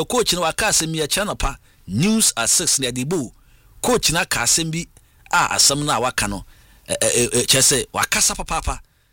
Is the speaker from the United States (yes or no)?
no; Katamanso, Greater Accra, Ghana; from Katamanso